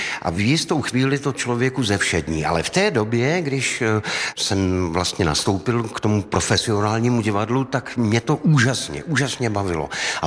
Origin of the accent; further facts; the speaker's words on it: Olomouc Region, Czechia; vyrůstal jsem na Bělidlech, mám tady spoustu známých z té mojí milované čtvrti.